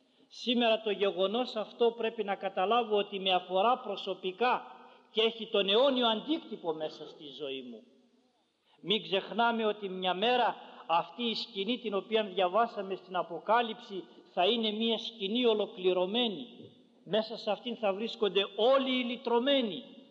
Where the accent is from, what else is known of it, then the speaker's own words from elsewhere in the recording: Ioannina, Epirus, Greece; Εγώ θυμάμαι όταν ήμουν μικρό στα Γιάννενα